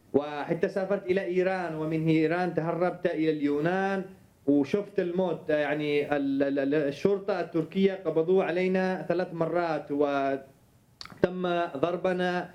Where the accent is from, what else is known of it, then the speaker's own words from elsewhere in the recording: Yemen; moved away as an adult; طبعا أنا كيمني، يعني تربيت وولدت باليمن، تربيت على ثقافة يمنية وتقاليد يمنية